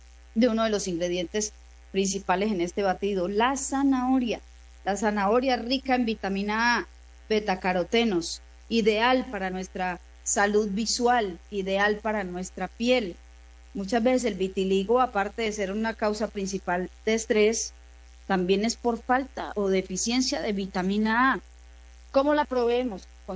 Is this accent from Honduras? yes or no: no; Argelia, Colombia; born there; moved away; nuestro bello municipio de Argelia. No sabe, Carlitos, la alegría que me da visitar mi pueblo.